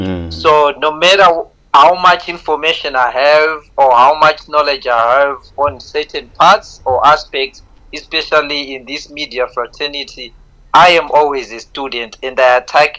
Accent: Harare, Zimbabwe; also born or lived in Norton; I was born and bred in Zimbabwe, basically born in Norton, a small suburb just away from Harare called Norton. That's where I was born.

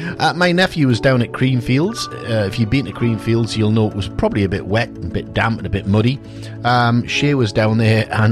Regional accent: South Shields, North East England, United Kingdom; the very first lifeboat ever in the world was invented right here in my hometown of South Shields.

